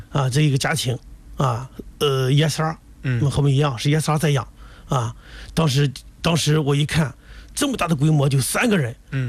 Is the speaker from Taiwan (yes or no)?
no; Rizhao, Shandong, China; 他来过我日照我的老家2次